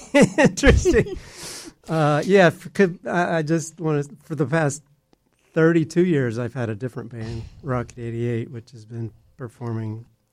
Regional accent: Marion, Virginia, United States; I'm from a small town in Virginia, and actually it's a man that lived in my hometown invented Mountain Dew, so it was very popular where I'm from. That's a true story. You can look it up. Marion, Virginia.

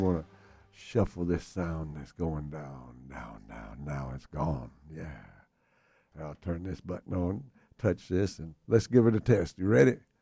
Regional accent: Irving, Texas, United States; now in Winter Park, Florida, United States; I grew up in Dallas, Texas, Irving, Texas, right outside of Dallas. I've been in Florida for 45 years

